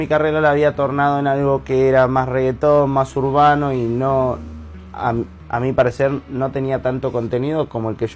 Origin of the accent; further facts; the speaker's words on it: Necochea, Buenos Aires Province, Argentina; born there; moved away; Yo nací en Necochea. Necochea es una playa al sur de Buenos Aires, que es la más linda de Argentina.